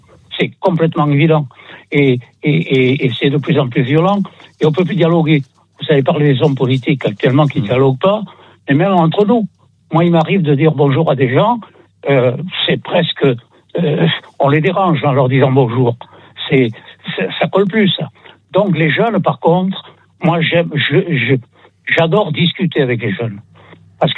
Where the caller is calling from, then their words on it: Occitanie, France; j'habite en Lozère, mais j'habite de plus en plus à Ballard-Rue-Clemens parce que je suis malvoyant, je ne peux plus conduire.